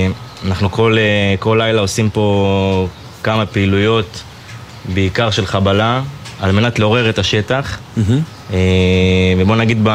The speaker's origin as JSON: {"language": "Hebrew", "region": "Northern Israel", "country": "Israel", "tie": "born or raised there", "moved": "yes", "lives_now": "Gaza envelope, Israel", "said": "אני נולדתי בצפון, וכבר מגיל קטן אנחנו חיינו במלחמות, אם זה לבנון השנייה, ואם זה עכשיו, כל מה שקשור גם עכשיו בתקופה הזאת שאני גר פה בעוטף"}